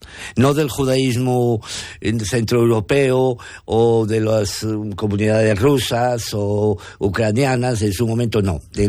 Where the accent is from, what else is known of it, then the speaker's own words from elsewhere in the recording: Galicia, Spain; creo que soy el único gallego fijo. Y español creo que no sé si hay un par de ellos más.